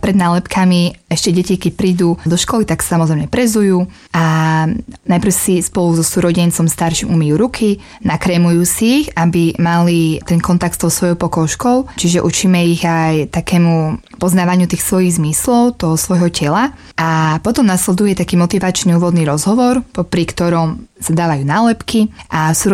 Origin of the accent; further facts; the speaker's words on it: Malcov, Prešov Region, Slovakia; som ich našla u nás v Malcove.